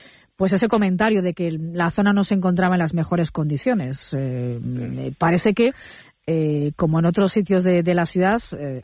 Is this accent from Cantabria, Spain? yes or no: yes; Torrelavega, Cantabria, Spain; La verdad es que confieso que yo, que soy de Torlavega, ¿no?